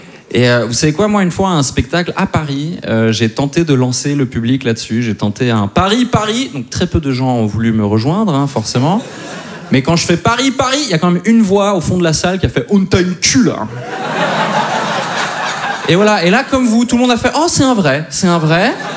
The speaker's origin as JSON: {"language": "French", "country": "Switzerland", "tie": "born there", "said": "Moi, je suis né en Suisse un 20 avril"}